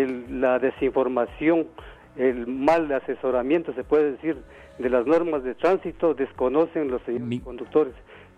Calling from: Quito, Pichincha, Ecuador; Le estoy llamando de Tumbaco.

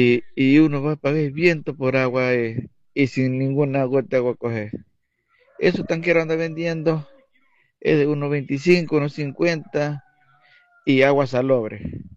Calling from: Manta, Manabí, Ecuador; Agua que no tenemos aquí para Las Vegas, Santa Clara

